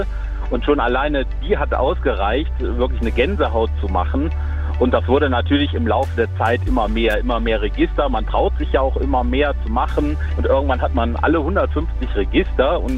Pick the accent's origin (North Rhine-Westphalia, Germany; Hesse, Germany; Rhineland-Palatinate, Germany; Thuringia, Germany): North Rhine-Westphalia, Germany; Cologne; Ich bin eine Kölsche Jung, was wisst ihr mag.